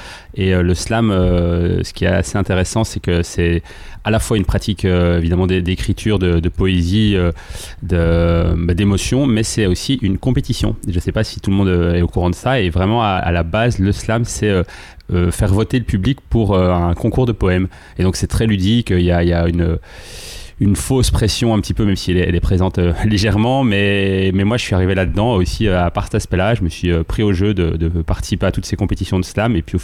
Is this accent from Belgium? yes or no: yes; Brussels area, Belgium; je suis belge. Alors, j'ai grandi et vécu la majorité de ma vie tout près de Bruxelles et j'ai toujours été passionné d'écriture, de lecture aussi évidemment.